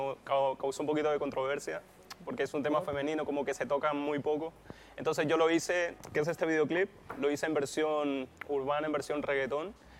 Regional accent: Santo Domingo, Santo Domingo de los Tsáchilas, Ecuador; now in Barcelona, Spain; mi ciudad, que es Santo Domingo.

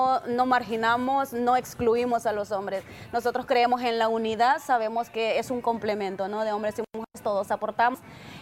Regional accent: El Salvador; now in Spain; No, soy del Salvador, por supuesto.

